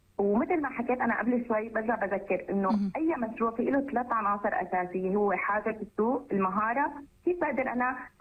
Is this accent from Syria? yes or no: yes; Syria; عندنا في سوريا